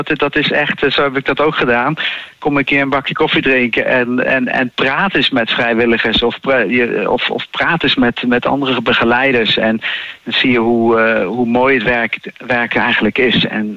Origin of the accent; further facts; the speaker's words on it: Netherlands; de bevoorrechte positie als Nederlander die ik heb en de kennis die ik heb van hoe Nederland werkt